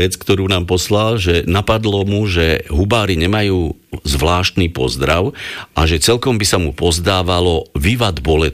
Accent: Divín, Banská Bystrica Region, Slovakia; u nás v dedine, v Divíne

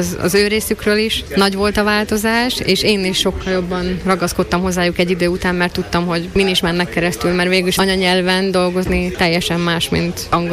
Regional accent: Slovakia; moved away; Az biztos, hogy amikor kikerültem Kanadában, akkor jött elő bennem az, hogy igenis magyar vagyok

